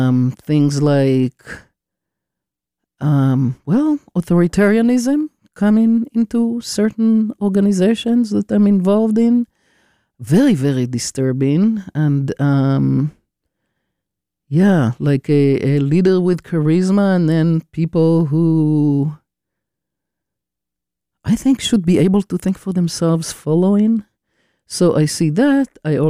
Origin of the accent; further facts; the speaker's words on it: Israel; you probably know that I was born and raised in Israel